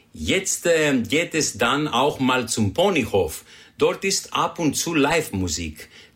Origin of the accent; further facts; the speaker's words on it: Greece; Also, als Grieche bin ich nicht der Skifahrer, sondern eher der gemütliche Wanderer.